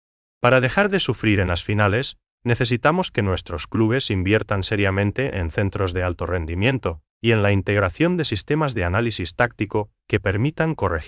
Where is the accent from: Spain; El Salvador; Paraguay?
Paraguay